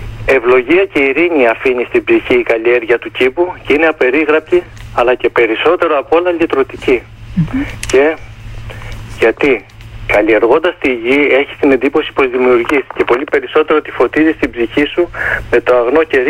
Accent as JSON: {"language": "Greek", "town": "Agrafa", "country": "Greece", "said": "Μάλιστα μου είχε ζητήσει και του είχα στείλει από τα άγραφα από την πατρίδα μου σπόρους για κολοκύθια, ρίγανη, φασόλια"}